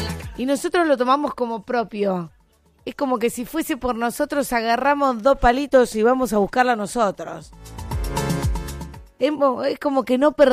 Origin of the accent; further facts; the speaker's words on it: Argentina; Somos patriotas, somos muy argentinos, llevamos, ay, ay, ay, llevamos en la piel los colores celeste y blancos.